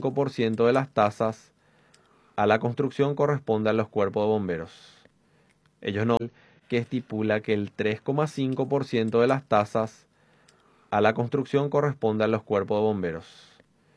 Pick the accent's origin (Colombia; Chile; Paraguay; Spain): Paraguay; Ñemby, Central; ser como ñemboguense, sí. No es que tengo así un sentido de pertenencia.